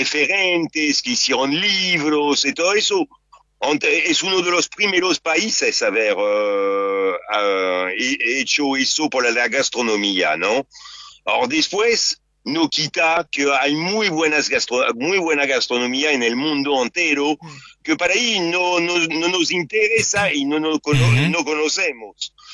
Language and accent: Spanish; France; Spanish is a second language; moved away as an adult; now in Villa Ortúzar, Buenos Aires, Argentina